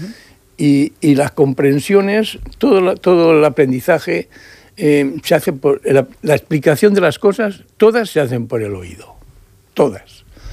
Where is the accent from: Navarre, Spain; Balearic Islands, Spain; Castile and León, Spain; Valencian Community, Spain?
Valencian Community, Spain; Valencia; born there; Yo tengo infraestructura en Valencia, porque soy de Valencia. Bueno, nacido allí, pero